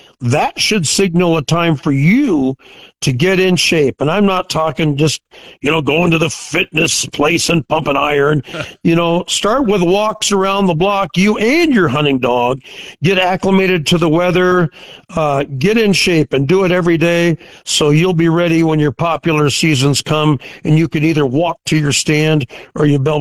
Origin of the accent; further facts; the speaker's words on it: Gretna, Nebraska, United States; born there; being the old farm boy that I am from the Gretna area